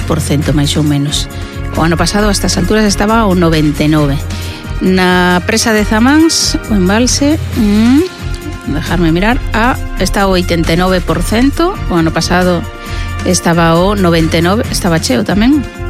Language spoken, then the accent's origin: Galician; Galicia, Spain; E isto, bueno, pues comprende un pouco como somos os galegos, este apego á terriña e tamén a que non se movan os marcos.